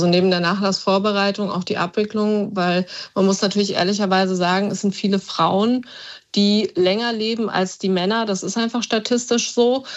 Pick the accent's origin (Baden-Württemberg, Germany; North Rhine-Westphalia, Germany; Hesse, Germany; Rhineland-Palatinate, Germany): Hesse, Germany; Frankfurt; born there